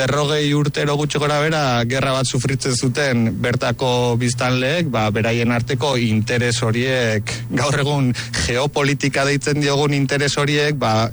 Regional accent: Hondarribia, Basque Country, Spain

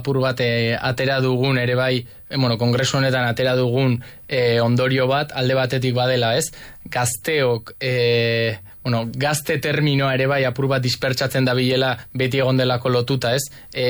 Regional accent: Navarre, Spain

